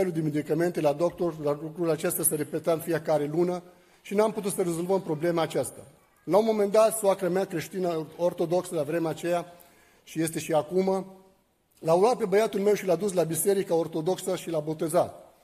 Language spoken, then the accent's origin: Romanian; Lebanon; now in Bucharest, Romania; sunt din Liban, m-am născut într-o familie de musulmani și aici. Suntem 9 copii, 3 băieți și 6 fete.